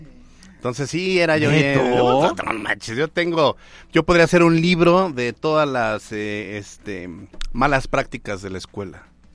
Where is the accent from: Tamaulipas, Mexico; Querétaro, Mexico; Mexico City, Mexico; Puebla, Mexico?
Puebla, Mexico; San José Chichiquila; also born or lived in Guadalupe Victoria, Puebla / Perote, Veracruz; Estudié en San José Chichica, Puebla, Tierra Santa. Anda. Ahí nací.